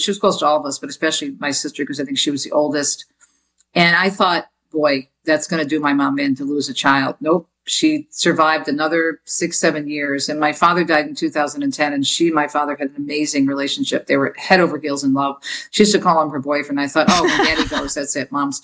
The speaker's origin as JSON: {"language": "English", "town": "Jersey City", "region": "New Jersey", "country": "United States", "tie": "born or raised there", "said": "I did not have a bike growing up in Jersey City, New Jersey."}